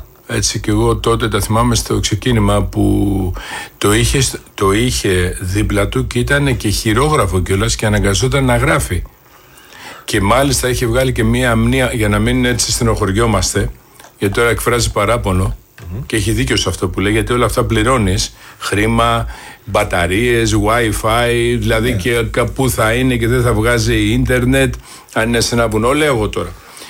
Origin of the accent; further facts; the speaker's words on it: Greece; εγώ είμαι Έλληνας φορολογικός κάτοικος που είμαι αλλοδαπός για την Κύπρο